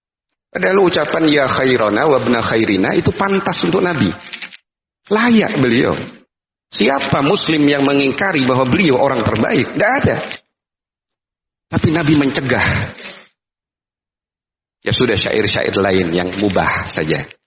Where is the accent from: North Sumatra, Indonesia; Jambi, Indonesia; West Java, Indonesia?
North Sumatra, Indonesia; Medan; Kalau itu sahih, berarti tidak boleh bagi kita orang Medan nikah sama orang Arab.